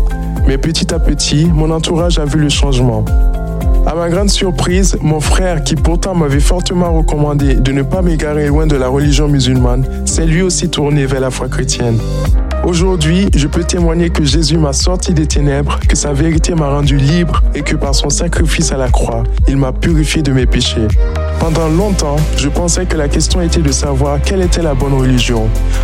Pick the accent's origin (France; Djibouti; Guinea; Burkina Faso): Guinea; born there